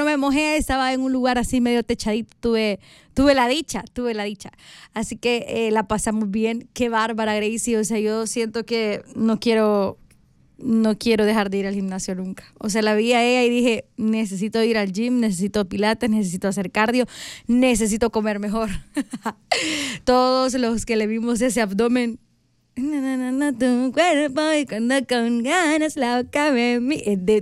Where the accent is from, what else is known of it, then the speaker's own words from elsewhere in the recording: Soyapango, San Salvador, El Salvador; now in Santa Tecla, El Salvador; como yo crecí en Soya, Oscarito, yo no recuerdo que en Soyapango fuera tan así.